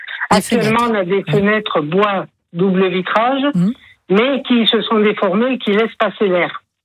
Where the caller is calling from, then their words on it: Le Pontet, Provence-Alpes-Côte d'Azur, France; Du Pontet.